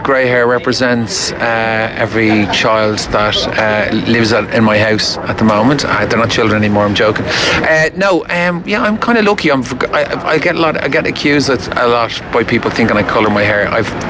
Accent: Ireland; We're Irish, we're more pasty than sallow

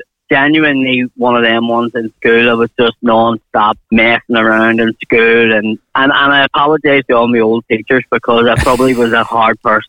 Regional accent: Belfast, Northern Ireland, United Kingdom; being Irish or where you're from in Belfast

